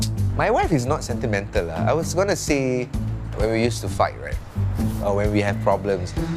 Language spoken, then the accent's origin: English; Singapore; born there; I was born in Taman Jurong, actually. We call it an L flat. Basically, there's no rooms. It's just a living room and a kitchen. So we didn't grow up wealthy at all.